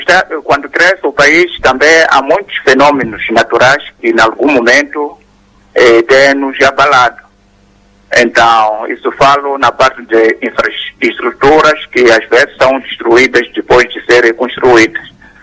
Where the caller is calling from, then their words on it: Mozambique; Aqui falo … falo de Flangulo.